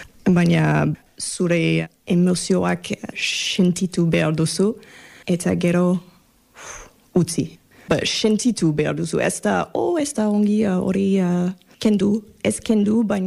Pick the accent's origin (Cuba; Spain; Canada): Canada; Toronto, Ontario; Basque is a second language; moved away as an adult; now in Bayonne, France; Toronton sortu nintzen, Toronto, Kanadako hiri handiena da, handia da. 3 milioi biztanle badira